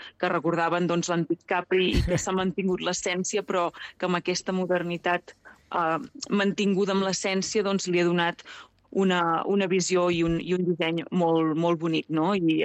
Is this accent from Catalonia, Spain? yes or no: yes; Jorba, Catalonia, Spain; moved away as an adult; also born or lived in Caribbean / United States / Barcelona / Dubai; now in Sitges, Spain; originàriament jo soc de Jorba, d'un poble petit al voltant d'Igualada.